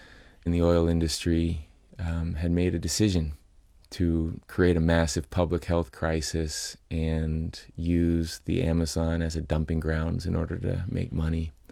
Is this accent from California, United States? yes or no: yes; California, United States; I grew up in California, just, 30 minutes drive away from the headquarters of Chevron.